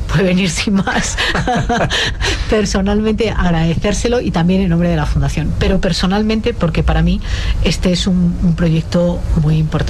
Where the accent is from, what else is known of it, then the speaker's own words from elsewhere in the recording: León, Castile and León, Spain; Yo soy leonesa